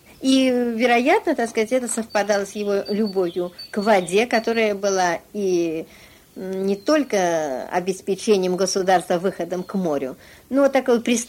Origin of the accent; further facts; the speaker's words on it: Saint Petersburg, Russia; Я родилась в Ленинградке, коренная ленинградка, и очень люблю свой город.